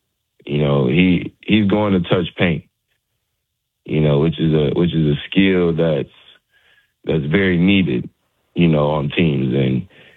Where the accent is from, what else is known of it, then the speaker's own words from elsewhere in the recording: Chicago, Illinois, United States; I grew up in Chicago